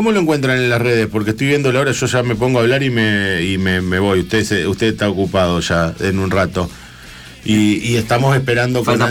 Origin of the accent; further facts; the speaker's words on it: Villa Gobernador Gálvez, Santa Fe, Argentina; now in Rosario, Argentina; Somos una linda mezcla acá en Rosario. Bueno, yo ya soy más rosarino que... Yo estoy de Gálvez, ¿no? Villa Gobernador Gálvez.